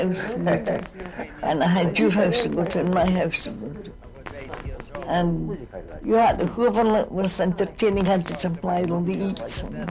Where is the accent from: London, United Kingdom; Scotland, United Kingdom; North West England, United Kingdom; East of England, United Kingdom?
Scotland, United Kingdom; I came from Scotland, you know, but man.